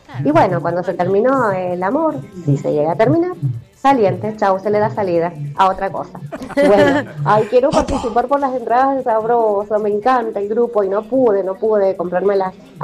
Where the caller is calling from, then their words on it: Godoy Cruz, Mendoza, Argentina; de Godoy Cruz